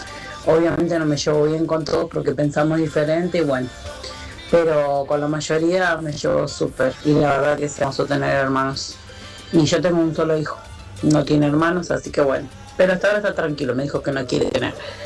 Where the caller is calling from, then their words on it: González Catán, Buenos Aires Province, Argentina; Hola, Radio Latina, ¿cómo andan? … de González Catán.